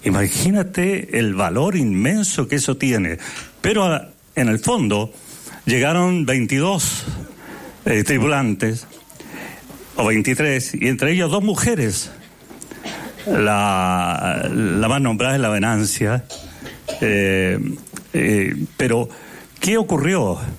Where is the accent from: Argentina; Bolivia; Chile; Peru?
Chile; Magallanes; accent: Magallanes, with an Argentine tinge; Y en el acento de los magallánicos somos medio argentinos, ¿vio? Y sí, mira vos. Sí, pues, tenemos un dejo argentino.